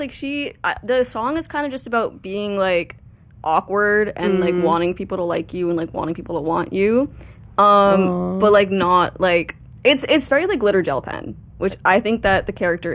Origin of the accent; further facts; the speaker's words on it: Massachusetts, United States; I'm from Boston-ish. I'm from the suburbs.